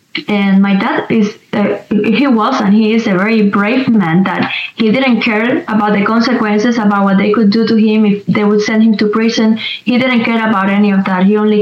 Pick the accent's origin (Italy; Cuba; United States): Cuba; Yeah, so I was born when the communist regime was already in place, so I never knew the Cuba before communism.